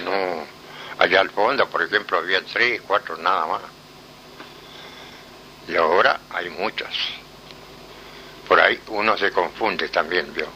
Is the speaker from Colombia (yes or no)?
no; Península San Pedro, Río Negro, Argentina; born there; La Península San Pedro.